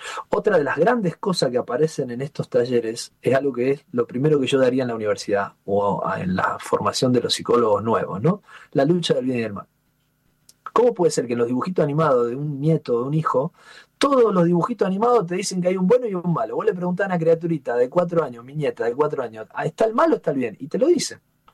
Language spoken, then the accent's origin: Spanish; Rosario, Santa Fe, Argentina; la psicología que yo estudié en la universidad, en Rosario, en mi ciudad natal, no me enseñaba todas estas cosas.